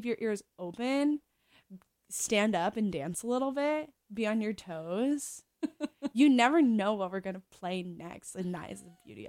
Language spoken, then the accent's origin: English; Arizona, United States; because I'm from Arizona originally